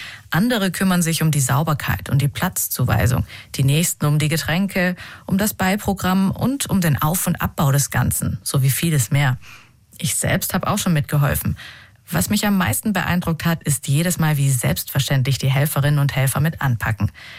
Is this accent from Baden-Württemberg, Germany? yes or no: yes; Esslingen, Baden-Württemberg, Germany; Besonders toll finde ich das Open-Air-Kino in meiner Heimatstadt Esslingen.